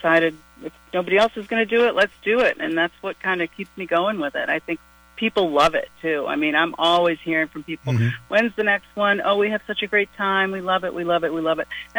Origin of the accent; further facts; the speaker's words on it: Centerville, Massachusetts, United States; now in Hyannis, United States; Well, I live in Hyannis, and I've been, you know, I grew up in Centerville, but I've lived in Hyannis my whole adult life